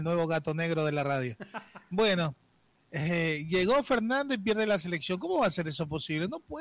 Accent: Ecuador

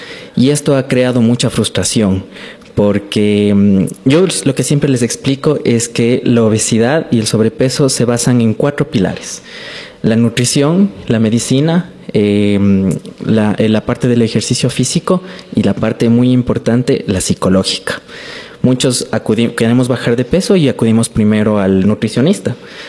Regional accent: Ecuador; nosotros como cultura ecuatoriana tenemos dos alimentos que nunca faltan en nuestros platos

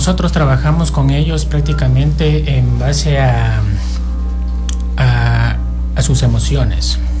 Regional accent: Loja, Ecuador; soy de Loja

